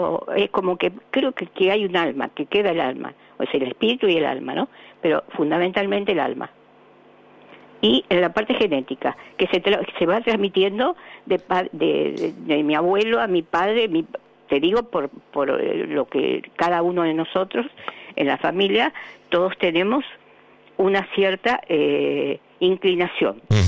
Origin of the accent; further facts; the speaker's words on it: Buenos Aires, Argentina; De Cava, capital, Belgrano.